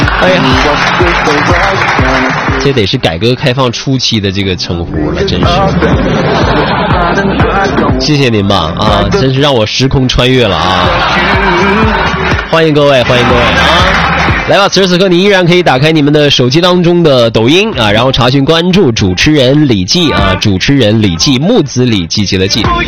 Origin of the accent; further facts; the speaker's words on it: Jilin, China; 咱们东北的朋友，咱们东北人，在吉林人